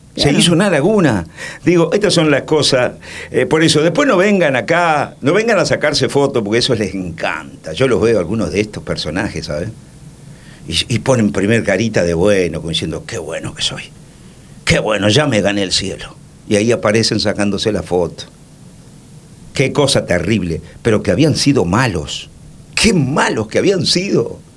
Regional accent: Santa Fe, Argentina; como santafesinos de esta ciudad, de Santa Fe Capital

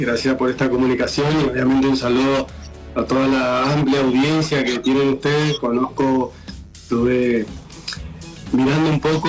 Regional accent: Argentina; de lo que somos como argentinos.

